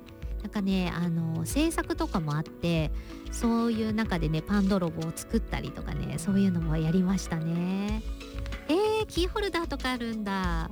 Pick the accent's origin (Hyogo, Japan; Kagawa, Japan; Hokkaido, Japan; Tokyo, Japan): Kagawa, Japan; サヌドン、私の地元香川を中心に活動するうどんの妖精という設定のご当地キャラクターです。